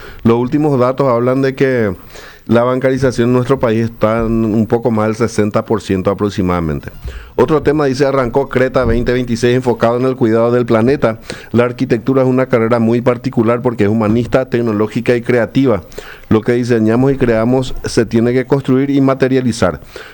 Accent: Paraguay; Yo soy futbolero paraguayo y siempre estoy a favor de los equipos paraguayos en partidos internacionales.

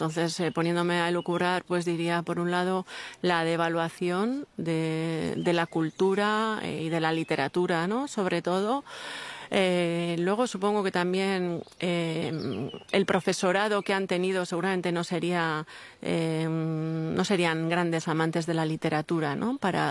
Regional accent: Basque Country, Spain; first language Basque; Yo soy bilingüe prácticamente desde que nací, a pesar de que, como tú ya has dicho, ni mi padre ni mi madre hablaban euskera, algo bastante habitual en el País Vasco

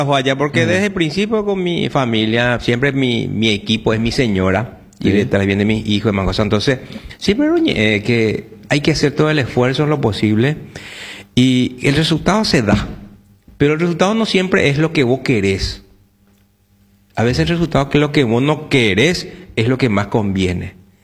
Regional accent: Paraguay; me conoce como el …

